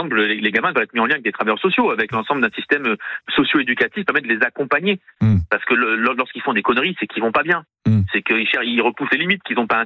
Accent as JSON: {"language": "French", "town": "Toulouse", "region": "Occitanie", "country": "France", "said": "Alors, pour le coup, en tant que Toulousain, il faut dire, dans ma circonscription, il y a un boulevard."}